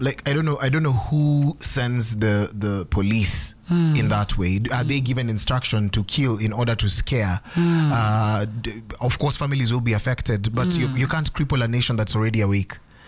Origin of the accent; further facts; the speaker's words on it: Kenya; I'm a Kenyan.